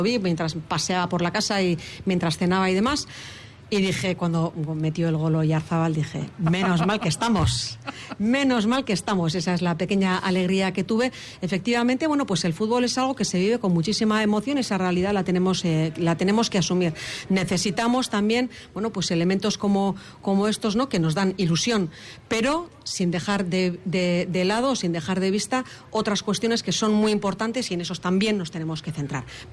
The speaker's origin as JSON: {"language": "Spanish", "town": "Azpeitia", "region": "Basque Country", "country": "Spain", "moved": "as an adult", "lives_now": "Hondarribia, Spain", "said": "Yo soy de Azpeitia, pero vivo en Hondarribi desde hace ya muchos años"}